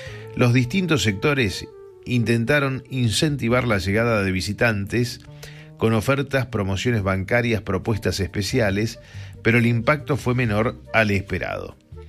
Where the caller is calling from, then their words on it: Campana, Buenos Aires Province, Argentina; Fabri, acá estoy escuchando, soy de Campana.